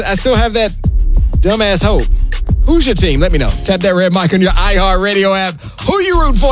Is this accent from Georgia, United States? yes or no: yes; Atlanta, Georgia, United States; I have no reason to be excited because I grew up in Atlanta. I'm a diehard Atlanta Falcons fan